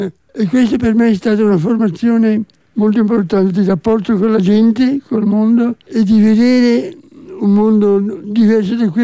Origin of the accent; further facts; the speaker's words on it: Genoa, Liguria, Italy; also born or lived in Tuscany; In Toscana sono solamente nato, vivevamo a Genova, la mia prima giovinezza fino al liceo stavamo a Genova dove papà lavorava.